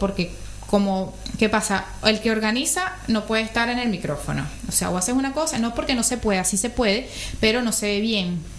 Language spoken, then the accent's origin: Spanish; Venezuela; moved away as an adult; now in Argentina